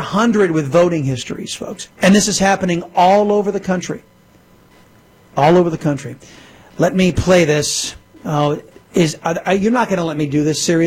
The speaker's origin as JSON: {"language": "English", "country": "United States", "said": "As an American, I find it offensive."}